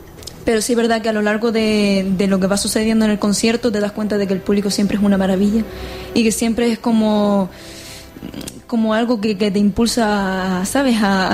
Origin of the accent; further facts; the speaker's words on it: Vecindario, Canary Islands, Spain; born there; en mi pueblo, en vecindario.